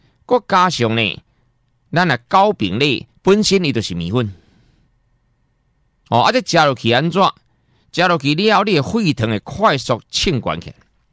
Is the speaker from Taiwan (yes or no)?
yes; Taiwan; 我们台湾人